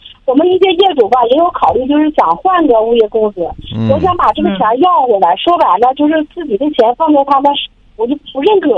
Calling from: Changchun, Jilin, China; 就是我是长春的

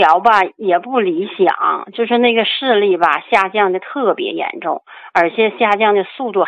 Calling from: Shenyang, Liaoning, China; 我家是沈阳的。

